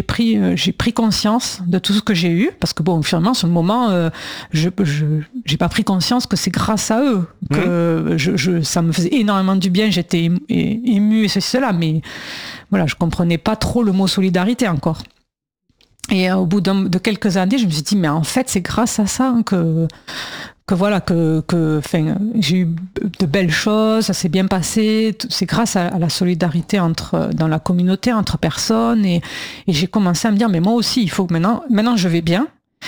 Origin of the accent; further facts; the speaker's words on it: Occitanie, France; très bien, j'étais très content, surtout quand il y en a qui disaient que c'était perdu, mais quand on vient du Gers, on trouve pas ça perdu du tout.